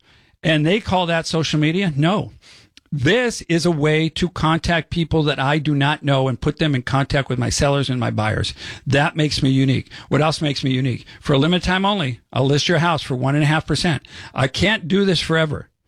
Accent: San Fernando Valley, California, United States; I was brought up in the Valley.

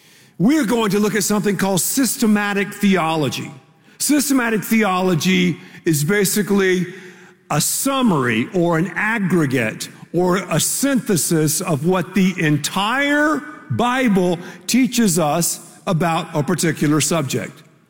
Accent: Texas, United States

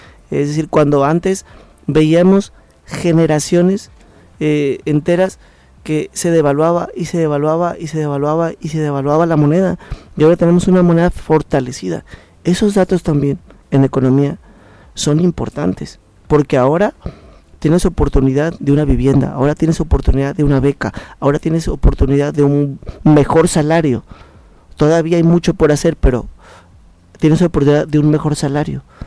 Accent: Mexico; Frente a esto, debemos de defender como mexicanos, porque más allá de las diferencias, Edgar, de partido, de color, de ideología, estamos en una misma nación.

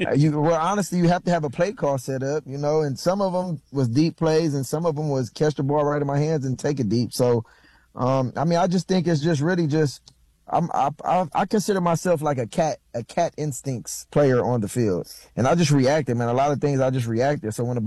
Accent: Los Angeles, California, United States; USC was right there in my backyard. I grew up in the Crenshaw District, and that was literally in my backyard

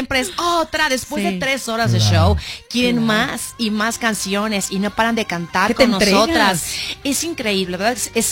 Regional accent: Veracruz, Mexico; como buena jarocha, yo quiero picantito.

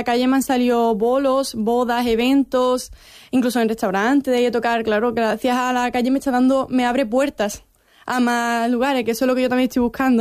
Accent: Algeciras, Andalusia, Spain; born there; also born or lived in Cádiz; me he criado aquí en mi calle y tal. Que yo soy realmente de Cádiz, pero claro, yo ya me encariño con Algeciras porque llevo ya muchos años aquí en Algeciras

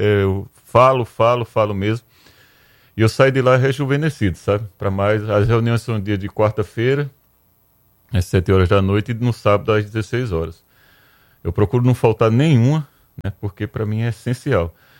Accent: Maceió, Alagoas, Brazil; moved away as an adult; also born or lived in Goiás; now in Maceió, Brazil; eu sou servidor público federal lá em Goiás, sou daqui de Maceió, mas sou em Goiás, aí voltei para Maceió para me tratar

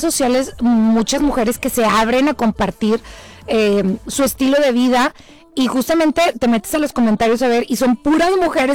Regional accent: Monterrey, Nuevo León, Mexico; accent: Monterrey; Es que es bien difícil cuando eres de Monterrey quitarte el tono de Monterrey.

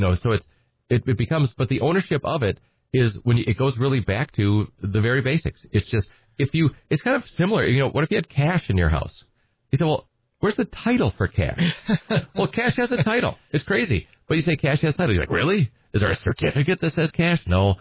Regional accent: Edgar, Wisconsin, United States; also born or lived in Minneapolis, Minnesota; now in Wausau, United States; I'm from Edgar originally, and, you know, good hometown Wisconsin Badger. My undergrad is from Madison, but I'm from Edgar. I wanted to see what it was like to live in a big city.

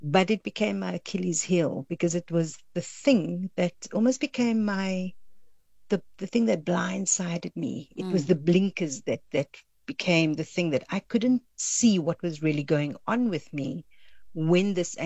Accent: Cape Town, Western Cape, South Africa; I'm originally from Cape Town, and yeah. I spent the first 10 years of my career there

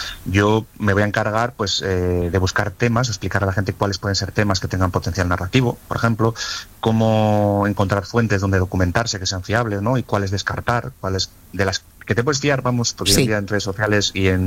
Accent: Asturias, Spain; yo soy asturiano, ¿no? Lo confieso

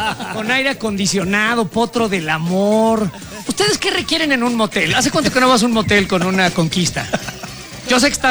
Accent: Mexico; somos medio charreros y albureros y medio gandallas.

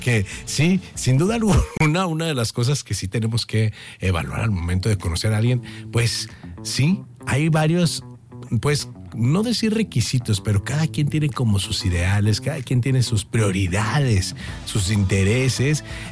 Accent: Monterrey, Nuevo León, Mexico; somos regios. Vivimos en Monterrey, somos de Monterrey

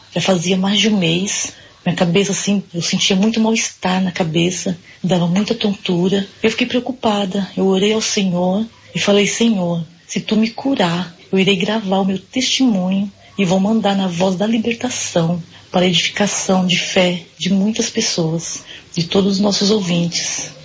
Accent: Guararema, São Paulo, Brazil; sou de Guararema, São Paulo.

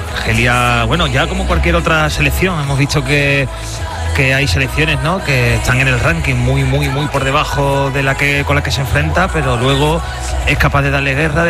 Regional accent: Argentina; que somos argentinos y que somos los que hemos sido campeones en el último Mundial.

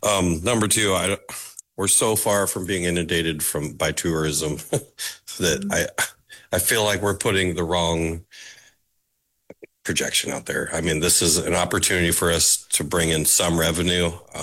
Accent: Sitka, Alaska, United States; I grew up in Sitka. There's a lot of tourism there.

